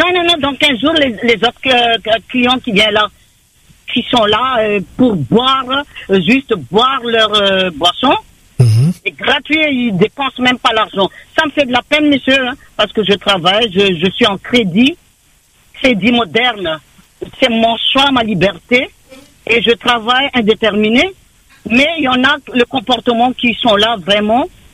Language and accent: French; France; J'ai ma carte d'identité française, moi. Je suis française, rentrée à La Réunion.